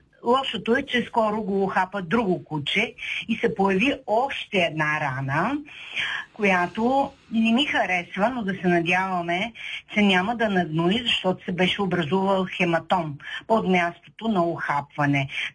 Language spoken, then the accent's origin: Bulgarian; Shumen, Shumen Province, Bulgaria; от Шумен.